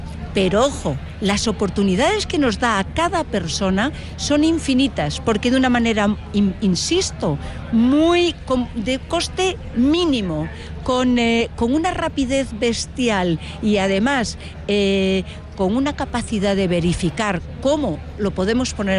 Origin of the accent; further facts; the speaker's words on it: Spain; porque además de españoles, somos europeos, somos iberoamericanos.